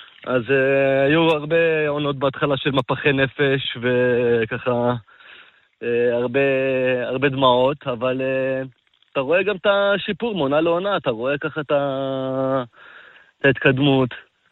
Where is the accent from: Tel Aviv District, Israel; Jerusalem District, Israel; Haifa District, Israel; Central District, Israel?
Tel Aviv District, Israel; Tel Aviv; moved away as an adult; now in Ein Ya'akov, Israel; אני בכלל בא מהעיר הגדולה, מתל אביב